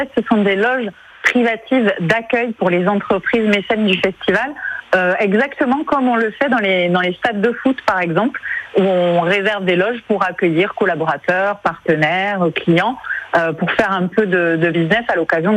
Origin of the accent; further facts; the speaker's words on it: South-West France, France; moi, je suis pas franc-comtoise, ça s'entendra peut-être au fil de notre conversation. Et moi, j'habite Toulouse, je viens du sud-ouest de la France, et j'y vis encore aujourd'hui.